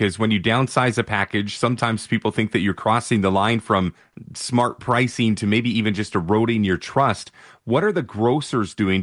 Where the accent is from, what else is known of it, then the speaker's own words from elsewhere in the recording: Canada; It's such an interesting time as a Canadian watching this all.